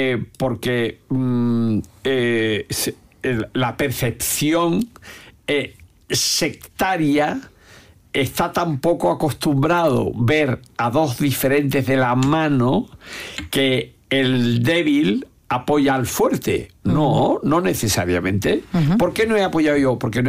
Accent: Andalusia, Spain; usted es español, que soy español, pues sí, lo dirá el carnet de identidad, pero mi patria, a lo que yo amo, eso en mis amores no manda nadie, mando yo, y mi patria es Andalucía

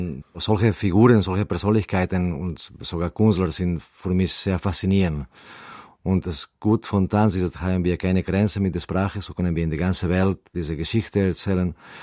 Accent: Spain; German is a second language; moved away; für mich als Spanier

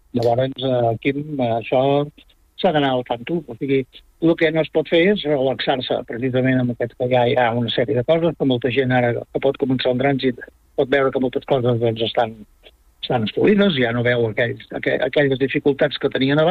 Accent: Vic, Catalonia, Spain; jo soc de Vic.

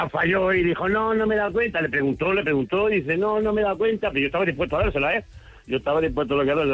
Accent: Almería, Andalusia, Spain; yo trabajo en Huesca, pero soy de Almería, andaluz.

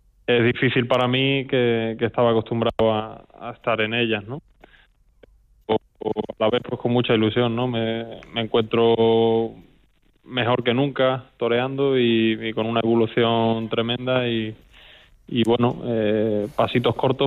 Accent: Extremadura, Spain; pues es de su origen está aquí en mi tierra, en Extremadura

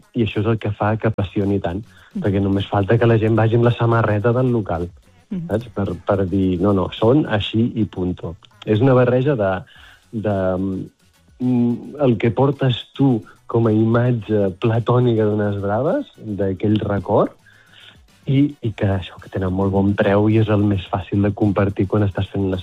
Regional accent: Girona, Catalonia, Spain; born there; jo vaig néixer a Girona

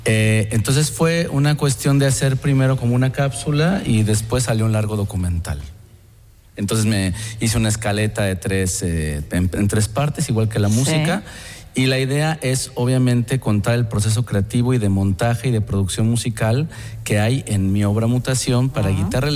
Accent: Mexico; yo empecé a estudiar guitarra clásica en mi país y pues toqué piezas de Gaspar Sanz. Es una tradición mundial, al igual que la guitarra en México también tiene una importancia a nivel mundial.

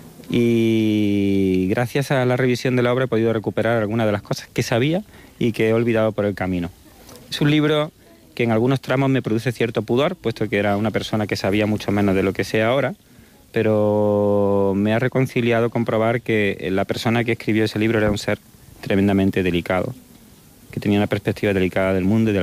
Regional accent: Andalusia, Spain; first language Spanish; moved away as an adult; also born or lived in Bulgaria; pues esta circunstancia me ha ayudado a construir mi identidad como español y como andaluz, sobre todo. Estando allí me di cuenta sobre todo del andaluz que era

